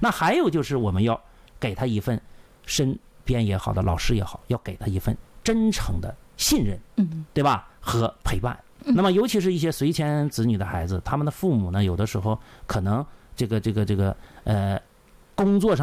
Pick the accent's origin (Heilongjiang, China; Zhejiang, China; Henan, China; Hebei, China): Heilongjiang, China; Daqing; now in Shanghai, China; 新上海人。那么从小呢，我是在东北的农村长大的，啊，我的老家呢是黑龙江大庆的，